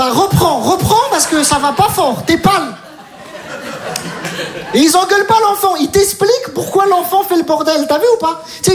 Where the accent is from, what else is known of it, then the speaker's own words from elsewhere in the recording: Metz, Grand Est, France; Je viens de Metz, j'ai tout abandonné.